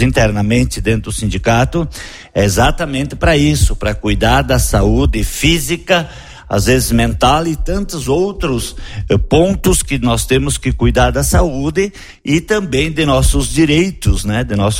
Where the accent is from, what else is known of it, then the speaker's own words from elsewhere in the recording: Rio Grande do Sul, Brazil; E nós temos que nos orgulhar de ser gaúcho, pois quando nós vamos para alguns outros estados e nós falamos que nós somos gaúcho